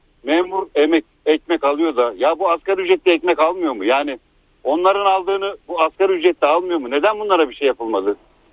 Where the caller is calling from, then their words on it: Istanbul, Turkey; ben İstanbul'dan arıyorum seni.